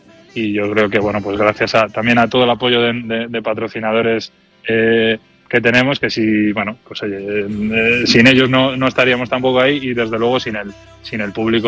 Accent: Daimiel, Castilla-La Mancha, Spain; Nosotros somos de Daimiel, no vivimos en Daimiel, pero es nuestra forma también de volver y de volver al pueblo

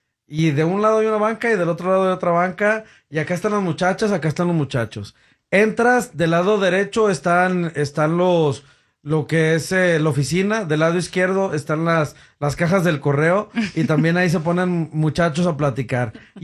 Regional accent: Guanajuato, Mexico; moved away; que en el que estaba por mi tierra, por mi colonia allá en Guanajuato.

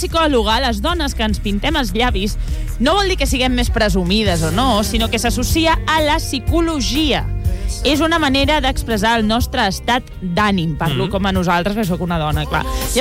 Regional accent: Catalonia, Spain; És un tema de l'orgull que sento com a catalana, de la història que ha fet Barcelona, de la història que ha fet Catalunya.

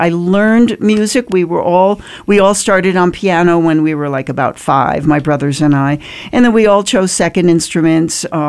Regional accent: New York, United States; Well, I was born in New York City. I grew up actually outside of the city, but I grew up in a musical family. I was born in the early 50s.

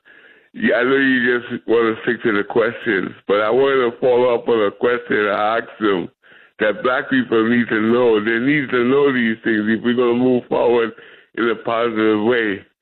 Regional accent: Trinidad & Tobago; when a little kid growing up in Trinidad, they had a Black Power movement in the 1960s and 70s with Stokey Carmichael, Port of Spain, Trinidad. Well, we were little kids.

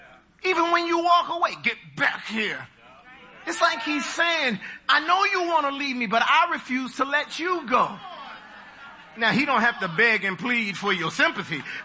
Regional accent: United States; born there; You all know that I'm a Jamaican. Of Jamaican DNA, but American born.

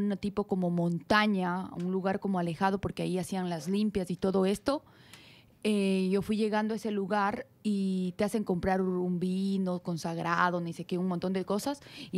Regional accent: Ecuador; yo soy de Ecuador, y en Ecuador, pues mi familia, no, a mí no me encontraban nada los doctores.

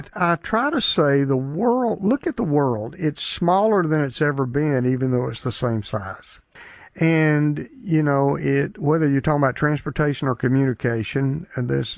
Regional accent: Griffin, Georgia, United States; Going back to my hometown, not too distant down from now, Griffin, Georgia, and do something at a bookstore there

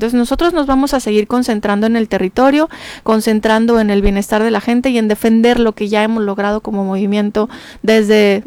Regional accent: Mexico

